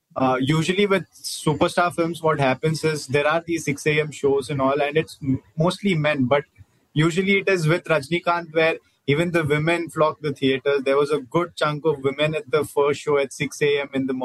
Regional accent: Karnataka, India; I'm from Karnataka and he is a big Kannada superstar.

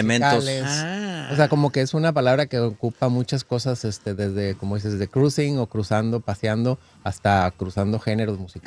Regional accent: Monterrey, Nuevo León, Mexico; also born or lived in Chihuahua; Yo nací en Chihuahua, pero crecí en Monterrey.

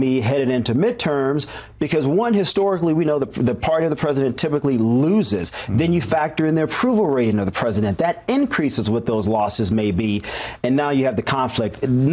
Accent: United States; as an American who loves this country

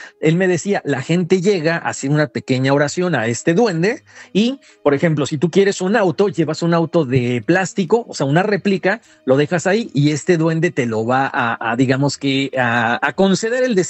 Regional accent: Oaxaca, Mexico; esto sucedió también en Oaxaca, porque bueno, como saben, yo soy de Oaxaca.

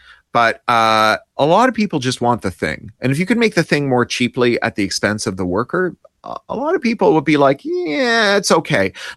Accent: Canada; I say that under advisement as a Canadian who grew up under socialized medicine.

